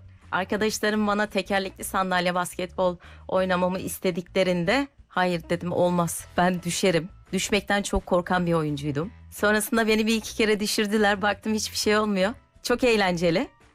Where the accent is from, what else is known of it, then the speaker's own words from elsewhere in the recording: İskenderun, Hatay, Turkey; born there; moved away as an adult; now in Istanbul, Turkey; aslen İskenderun doğumluyum.